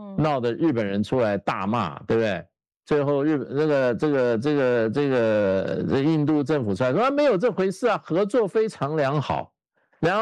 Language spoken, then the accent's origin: Chinese; China